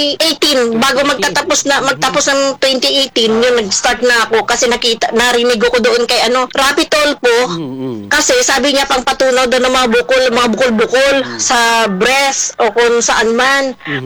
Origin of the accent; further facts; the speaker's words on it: Bacoor, Calabarzon, Philippines; moved away as an adult; now in Hong Kong; Taga Molino Bacoa ako. Tapos, nandito ko ngayon sa, ano, sa Hong Kong. DH ako dito.